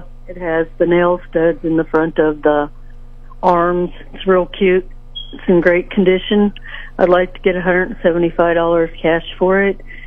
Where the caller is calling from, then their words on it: Sedalia, Missouri, United States; I'm calling from Sedalia.